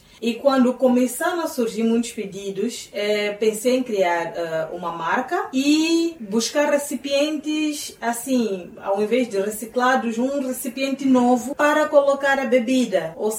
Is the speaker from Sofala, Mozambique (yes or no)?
no; Songo, Tete, Mozambique; nasceu na Vila de Songo, em Caurabaça. Eu passei toda a minha infância no Songo e adolescência. Eu vim para estudar, fiz a universidade aqui e acabei arranjando um trabalho aqui e moro aqui já desde 2010, permanentemente.